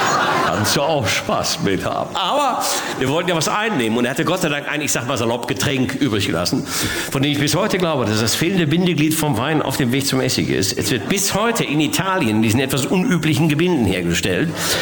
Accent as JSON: {"language": "German", "region": "North Rhine-Westphalia", "country": "Germany", "said": "Jetzt komme ich aus dem Ruhrgebiet und wir bei uns zu Hause, das werden Sie nicht kennen, wir sind sogenannte Wirkungstrinker."}